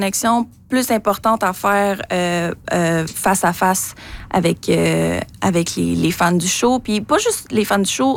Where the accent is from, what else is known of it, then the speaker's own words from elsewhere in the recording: Montreal, Quebec, Canada; Moi, je viens de Montréal.